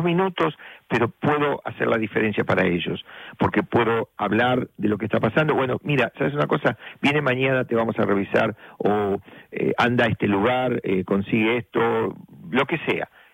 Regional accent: La Plata, Buenos Aires Province, Argentina; born there; moved away; allá en la calle 1 y 42, en La Plata, donde nací, enfrente del ferrocarril Roca.

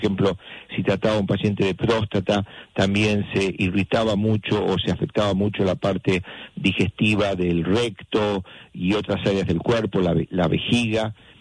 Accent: Argentina; moved away; yo a veces me salgo como típico argentino, ¿no?

